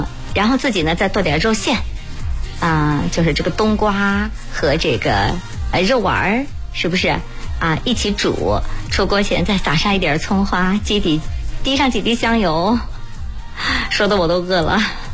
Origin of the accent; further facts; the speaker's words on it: Hefei, Anhui, China; 秋天的时候咱们合肥人会吃这个包河的无丝藕